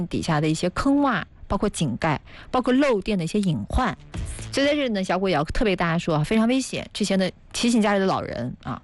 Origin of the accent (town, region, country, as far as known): Huaibei (north of the Huai River), China; born there